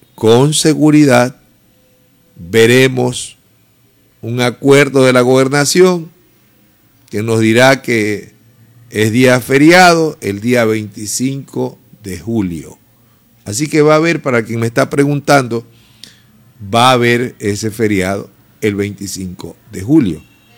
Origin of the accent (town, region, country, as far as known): Esmeraldas, Ecuador